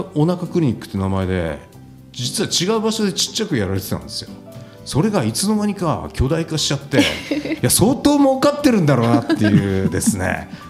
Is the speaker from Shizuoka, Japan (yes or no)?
no; Ashikaga, Tochigi, Japan; 僕は地元が栃木県の足利市なんですけども、